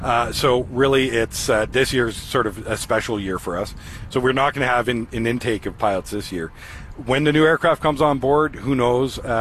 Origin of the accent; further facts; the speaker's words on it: Ottawa, Ontario, Canada; now in Moose Jaw, Canada; But I'm from Ottawa.